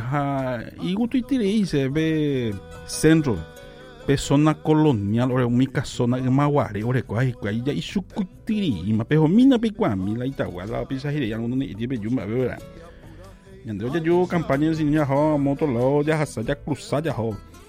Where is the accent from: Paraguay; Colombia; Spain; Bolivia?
Paraguay; paraguayo, soy paraguayo, de higa allá.